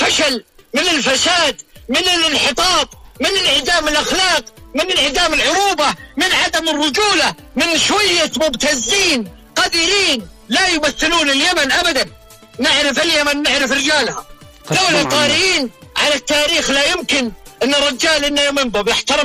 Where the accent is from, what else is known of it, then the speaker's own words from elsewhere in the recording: Saudi Arabia; أنا لكم … من السعودية